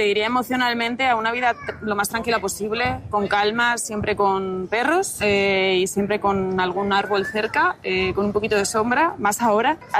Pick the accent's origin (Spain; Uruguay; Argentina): Spain; Segovia, Castile and León; Sí, yo soy de Segovia.